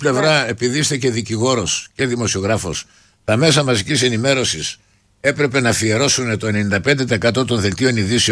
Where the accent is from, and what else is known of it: Greece